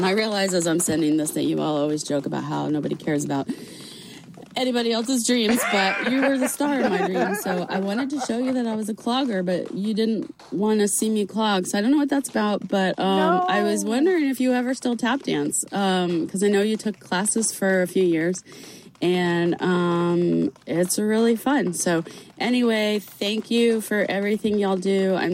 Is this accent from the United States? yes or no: yes; Georgia, United States